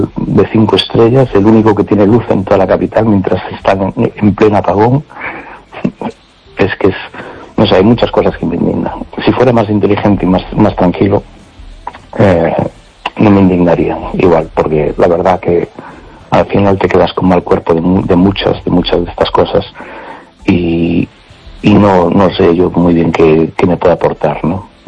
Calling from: A Coruña, Galicia, Spain; Hola, buenas noches … de Coruña.

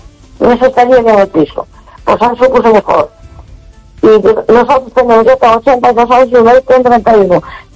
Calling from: A Coruña, Galicia, Spain; de Coruña.

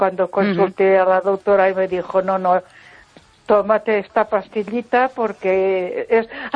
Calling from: Ponferrada, Castile and León, Spain; de Ponferrada.

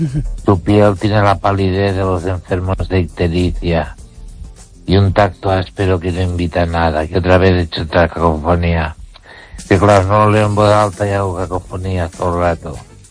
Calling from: Ourense, Galicia, Spain; de Orense.

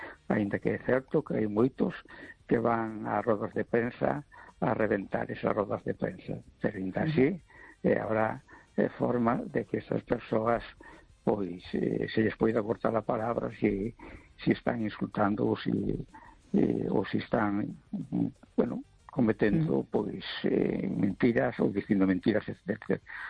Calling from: A Coruña, Galicia, Spain; de Coruña.

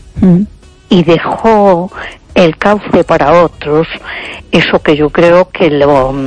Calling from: A Coruña, Galicia, Spain; de Coruña.

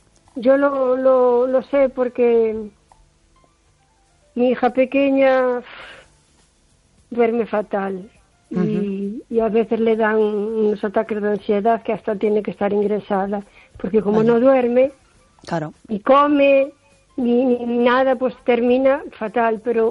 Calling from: O Carballiño, Galicia, Spain; de Carballiño.

